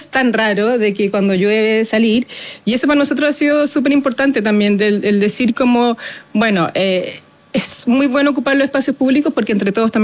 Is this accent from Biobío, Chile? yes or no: yes; Concepción, Biobío, Chile; born there; also born or lived in Santiago; now in Valdivia, Chile; Yo hace 15 años que vivo en Valdivia. Yo nací en Concepción, viví en Santiago. Y ahora estoy en Valdivia hace 15 años.